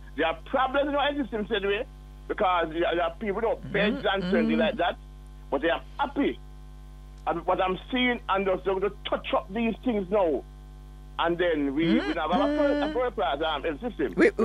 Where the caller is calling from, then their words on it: Jamaica; I'm a Jamaican first.